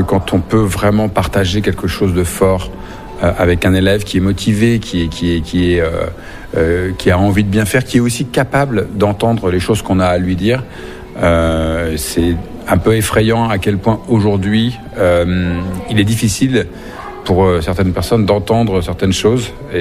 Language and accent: French; France; now in Romania; quand on vient de la France où la violence sociale est quand même très présente, qu'on le veuille ou non, même si c'est quand même un très grand pays, quand on arrive en Roumanie